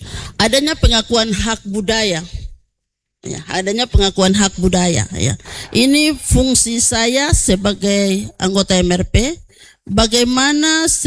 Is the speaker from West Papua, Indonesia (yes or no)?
yes; West Papua, Indonesia; secara khusus kami suku Doreri.